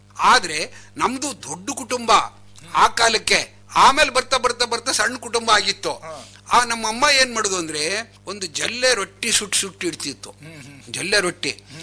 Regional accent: Karnataka, India; born there; now in Shivamogga, India

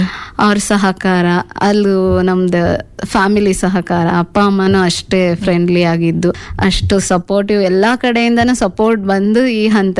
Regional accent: Kune Madi Halli, Karnataka, India; ನಮ್ದು ಕುಣೆ ಮಾದಿ ಹಳ್ಳಿ ಅಂತ, ಕೊಟ್ಟೂರ್ ಹತ್ರ ಹರಪನಹಳ್ಳಿ ತಾಲೂಕು, ವಿಜಯನಗರ ಡಿಸ್ಟಿಕ್ ನಮ್ದು. ಅಲ್ಲಿ ನಮ್ದು ಒಂದು ಚಿಕ್ಕ ಗ್ರಾಮ, ಆದ್ರೂ ನಮ್ ಬಾಲ್ಯದ ದಿನಗಳು ತುಂಬಾ ಚೆನ್ನಾಗಿತ್ತು.

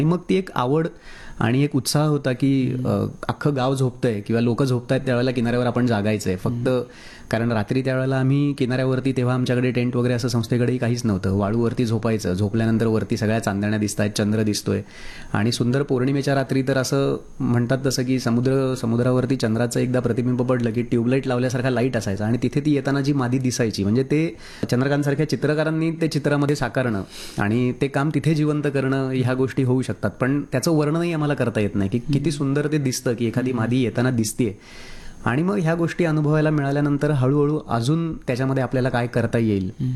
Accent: Mumbai, Maharashtra, India; born there; now in Velas, India; आणि मी जन्मलोय मुंबईमध्ये, वेळास माझं गाव आहे, मी मुंबई सोडून 2000 साली वेळासला स्थायिक झालो.

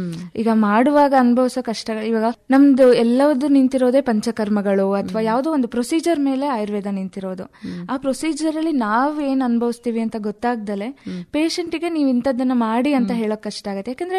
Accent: Chikkamagaluru, Karnataka, India; moved away as an adult; also born or lived in Davanagere / Hassan; ನಮ್ಮ ಚಿಕ್ಕಮಗಳೂರಲ್ಲಿ ಧರ್ಮಸ್ಥಳ ಸಂಸ್ಥೆಯವ್ರದ್ದು ಒಂದು ಪುಟ್ಟ ಕ್ಲಿನಿಕ್ ಇದೆ

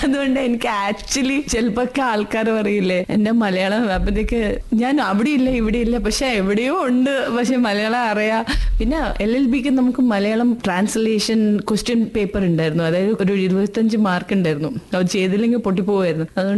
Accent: Firozpur, Punjab, India; born there

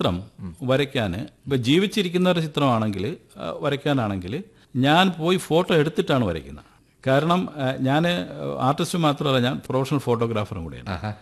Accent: Hariharapuram, Kerala, India; ഇങ്ങനെയുള്ള ഒരു പ്രകൃതി രമണീയമായ ഹരിഹരപുരം എന്ന എന്റെ ഗ്രാമത്ത് ജനിച്ചു വളർന്നതിന്റെ

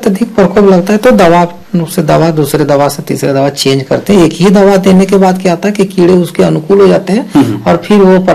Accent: Jharkhand, India; हम झारखंड प्रदेश से हैं और झारखंड एक पठारी भूमि है, यहाँ पर वर्षा का पानी ऊंची जमीन में ठहर नहीं पाता है

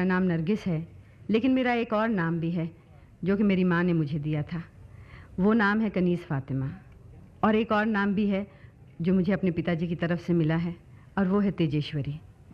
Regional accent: West Bengal, India; born there; now in Maharashtra, India; मेरे पिताजी पंजाब के एक हिंदू थे और मेरी माँ उत्तर प्रदेश की एक मुसलमान औरत, और मैं बंगाल में पैदा हुई, लेकिन अपने घर बार और बाल बच्चों के साथ महाराष्ट्र में रहती हूँ।

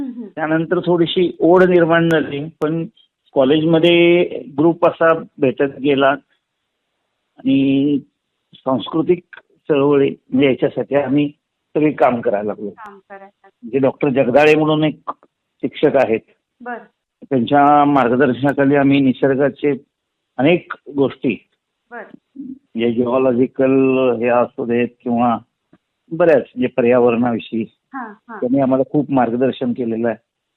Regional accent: Kolhapur, Maharashtra, India; also born or lived in Kadgaon; आम्ही मूळचे तसे उकेरी तालुका अर्जुन. माझा जन्म कडगाव तालुका गडहिंग्लज जिल्हा कोल्हापूर, पण माझं बालपण सगळं कोल्हापुरात गेलेलं आहे.

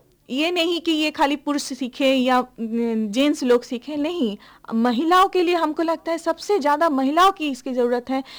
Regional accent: West Bengal, India; now in Bihar, India; जबकि हम बंगाल से बिलोंग करते हैं

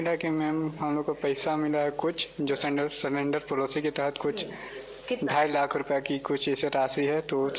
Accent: Khunti district, Jharkhand, India; village Datia है मेरा गांव, थाना है खूंटी, जिला है खूंटी

